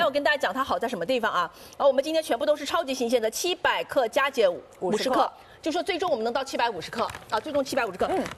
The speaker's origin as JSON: {"language": "Chinese", "region": "Jiangxi", "country": "China", "moved": "yes", "said": "因为我自己是江西人，我们江西人对笋子是。就是从骨子里的热爱"}